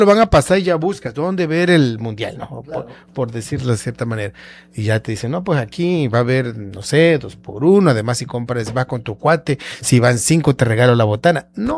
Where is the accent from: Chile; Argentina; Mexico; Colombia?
Mexico; now in Villahermosa, Mexico; Así somos los mexicanos.